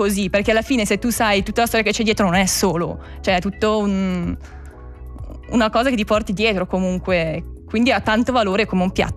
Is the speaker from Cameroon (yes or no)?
no; Graubünden, Switzerland; moved away; alla fine sono cresciuta lì, è lì praticamente casa